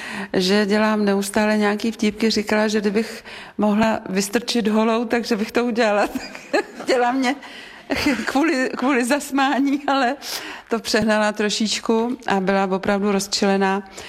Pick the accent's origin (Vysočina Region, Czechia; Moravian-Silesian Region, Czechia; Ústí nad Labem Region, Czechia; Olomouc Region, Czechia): Vysočina Region, Czechia; born there; narodila jsem se už skoro na Českomoravské Vysočině